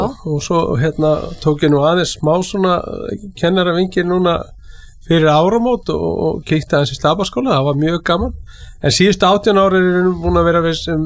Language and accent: Icelandic; Keflavík, Southern Peninsula, Iceland; Jú, sko, ég er heim megin við ég er Keflvíkingur og hérna við eigum auðvitað hérna, Keflavík og Njarvík